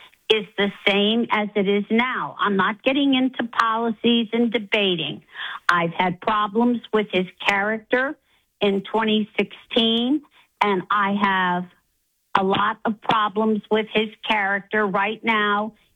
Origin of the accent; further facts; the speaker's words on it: New York, United States; I grew up in New York, in New York State.